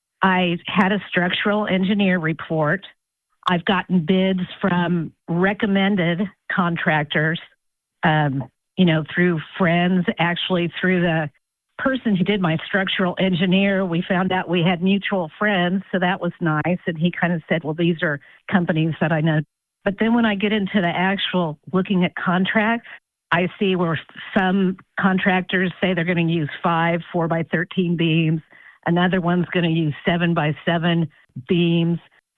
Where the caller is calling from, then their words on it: Kansas City, Missouri, United States; I'm from Kansas City, Missouri, and I have a 100-year-old home, a Tudor style, that needs foundation repair.